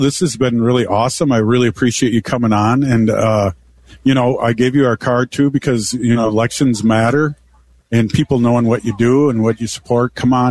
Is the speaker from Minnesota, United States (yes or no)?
yes; Minnesota, United States; I'm from Minnesota, too, so I'm not. But I caught that.